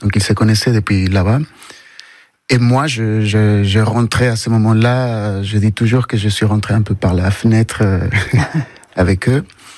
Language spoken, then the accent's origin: French; Tacna, Peru; Oui, je viens de Tacna, une petite ville au sud du Pérou.